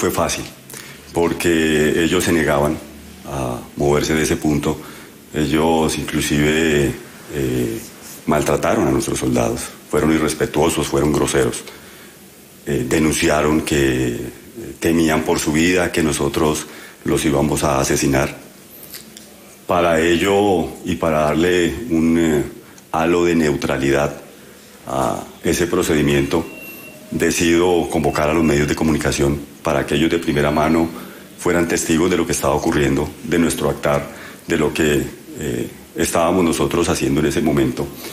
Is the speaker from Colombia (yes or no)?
yes; Colombia; muy pocos colombianos hemos tenido ese privilegio.